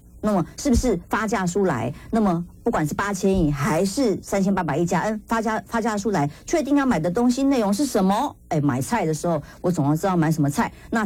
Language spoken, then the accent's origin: Chinese; Taiwan